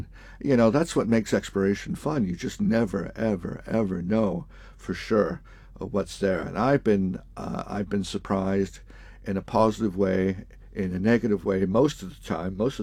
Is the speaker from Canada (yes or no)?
yes; Canada; moved away; I came from Canada, and there's a perception here that everyone in Canada speaks French. Now, I come from the English part of Canada, and you have to be taught French in school